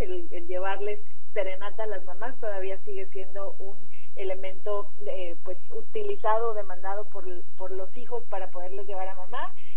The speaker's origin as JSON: {"language": "Spanish", "country": "Mexico", "said": "como mexicanos somos mucho más dados"}